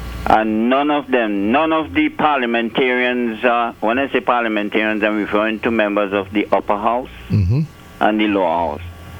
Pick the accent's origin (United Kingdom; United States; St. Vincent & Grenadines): St. Vincent & Grenadines; And if you read in the eyewitness news in my hometown, St. Vincent and the Grenadines